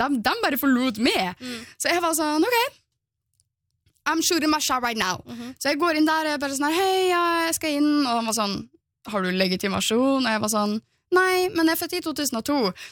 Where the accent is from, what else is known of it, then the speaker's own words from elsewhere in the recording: Brønnøysund, Nordland, Norway; jeg ble invitert i en bursdag til noen venner jeg hadde som ikke bodde i Brønnøysund der jeg er fra